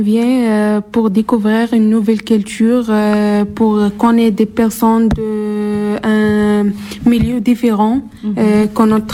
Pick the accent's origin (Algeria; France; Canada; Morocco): Morocco; Rabat-Salé-Kénitra; je suis marocain, je viens de la ville de Sidès, une petite ville de région de Kémiset, au cœur des montagnes d'Atlas.